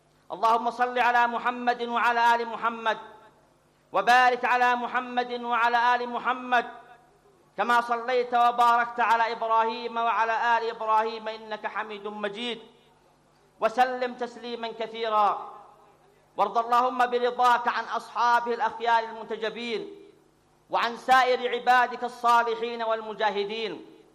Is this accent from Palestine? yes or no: no; Yemen; ولكل أبناء شعبنا اليمني العظيم شعب الإيمان والحكمة